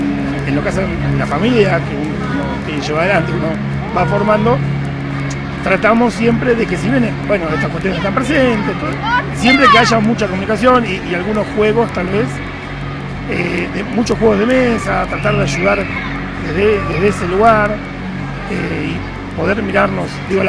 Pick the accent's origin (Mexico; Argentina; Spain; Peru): Argentina; Mar del Plata, Buenos Aires Province; moved away; Yo soy de Mar del Plata originalmente.